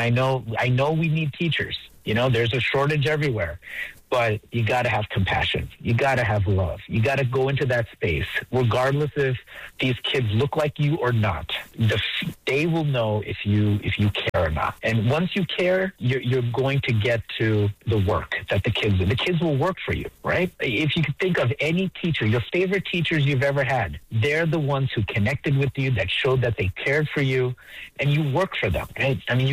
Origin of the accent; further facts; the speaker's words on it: New York, United States; I'm Indian, right? I'm born and raised in New York, all my life. But I'm an Indian guy